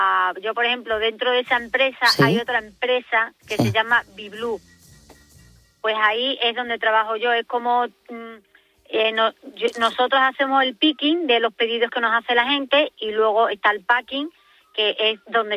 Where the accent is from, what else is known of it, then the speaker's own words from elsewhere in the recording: Almendralejo, Extremadura, Spain; now in Guadalajara, Spain; Desde Guadalajara. Capital, pero soy extremeña, soy de Almendralejo.